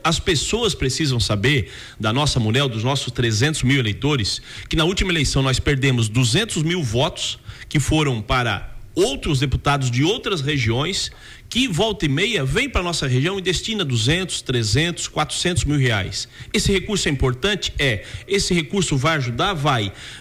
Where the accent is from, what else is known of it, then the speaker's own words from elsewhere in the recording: Santa Catarina, Brazil; Nós somos do Sul.